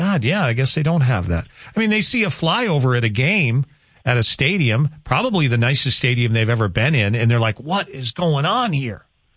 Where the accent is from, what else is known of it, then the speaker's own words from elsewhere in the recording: Rugby, North Dakota, United States; I am from Rugby Town, yeah.